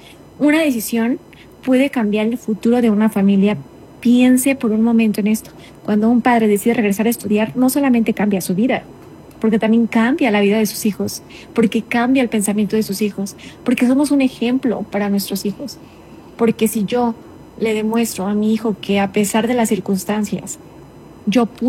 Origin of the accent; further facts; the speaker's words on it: Mexico; now in Denver, United States; como mexicanos estamos para apoyarnos unos a los otros